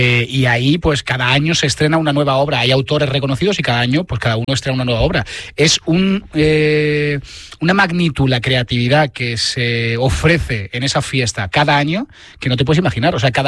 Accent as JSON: {"language": "Spanish", "town": "Madrid", "region": "Community of Madrid", "country": "Spain", "said": "O sea, soy mitad andaluz, mitad madrileño. Bueno, yo soy madrileño, yo soy de Vallecas, pero mi madre es de Sevilla"}